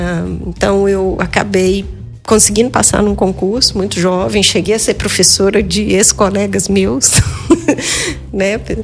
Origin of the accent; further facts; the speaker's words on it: Belo Horizonte, Minas Gerais, Brazil; also born or lived in Uberlândia; sou mineira, eu sou de Belo Horizonte, mas na adolescência eu me mudei para Uberlândia